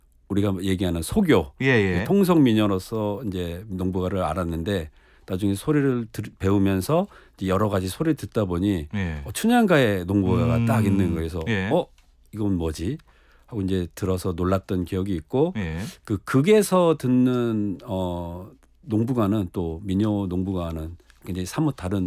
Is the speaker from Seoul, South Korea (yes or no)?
yes; Seoul, South Korea; 저는 나기도 자기라기도 다 서울에서 하긴 했는데 저희 집안이 전부 다 전라도 익산 분들이세요. 그래서 저는 제가 사투리를 쓰는지 몰랐어요.